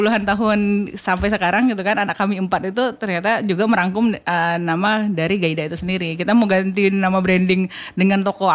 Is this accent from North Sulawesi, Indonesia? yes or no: no; Lampung, Indonesia; Saya dari Lampung gitu kan, saya dibawa suami ke sini jadi tinggal sini